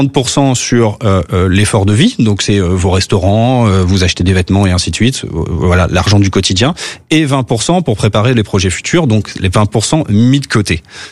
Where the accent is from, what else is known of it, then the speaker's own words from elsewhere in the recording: France; en tant que Français